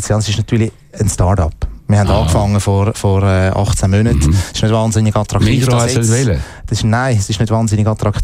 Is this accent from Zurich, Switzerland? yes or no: yes; Zurich, Switzerland; Nein, das so weit habe ich mich noch nicht überwinden. Ich bin Zürcher und ZSCV.